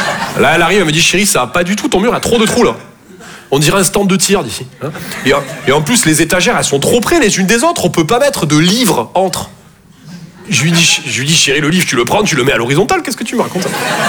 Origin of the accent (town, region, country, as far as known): Toulouse, Occitanie, France